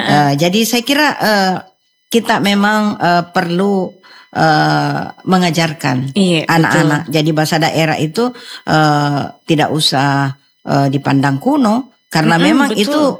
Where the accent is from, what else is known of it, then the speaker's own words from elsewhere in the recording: South Sulawesi, Indonesia; Kalau kita orang Sulawesi Selatan